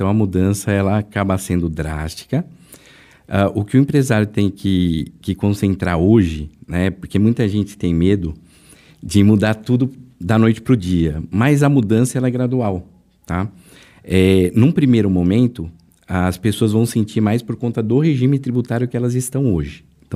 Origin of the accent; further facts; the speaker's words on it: São Paulo, Brazil; born there; Eu, na verdade, sou nascido em São Paulo. Cheguei à adolescência e morar no interior, né?